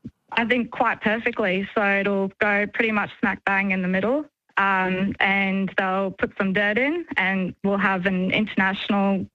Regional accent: Sydney, New South Wales, Australia; moved away as an adult; now in Brisbane, Australia; I was 8 years old. I grew up in Sydney, actually.

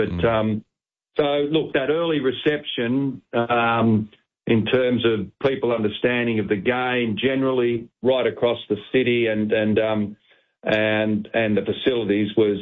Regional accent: New South Wales, Australia; And with that information and where my background was from, the Riverina, I'm from New South Wales.

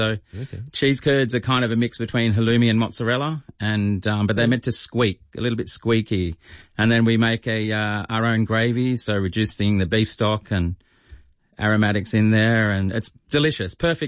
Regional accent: Australia; growing up in Australia

